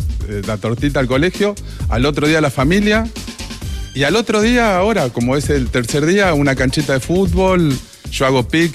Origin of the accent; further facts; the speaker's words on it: Argentina; Yo soy muy argentino, soy. Después de argentino soy sudamericano.